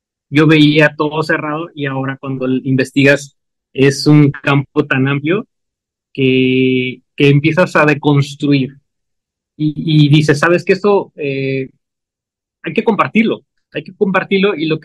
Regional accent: Mexico; Estudié medicina, soy de México, estudié medicina en Puebla y hice la especialidad de anestesiología.

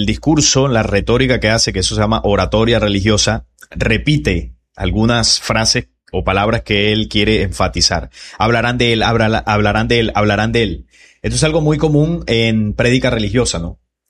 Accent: Colombia

